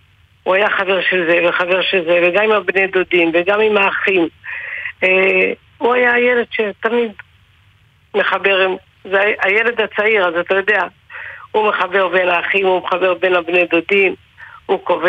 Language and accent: Hebrew; Jerusalem, Jerusalem District, Israel; moved away as an adult; now in Beit She'an, Israel; נשואה למאיר, גרים בבית שאן. בילדותי גדלתי בירושלים, אני נשאתי למאיר, עברנו לגור בבית שאן.